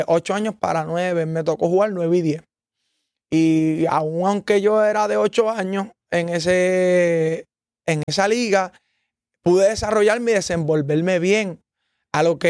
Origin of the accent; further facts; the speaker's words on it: Ponce, Puerto Rico; yo soy de Ponce, pero mi equipo antes era los Capitanes de Arecibo.